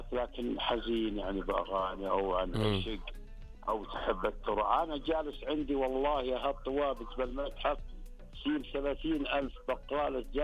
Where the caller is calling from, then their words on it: Ha'il, Ha'il Province, Saudi Arabia; أنا من حايل بعد